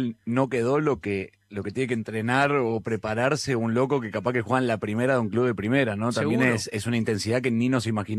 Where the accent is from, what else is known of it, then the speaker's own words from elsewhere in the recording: Buenos Aires, Argentina; soy del barrio de Liniers. crecido y criado en Liniers.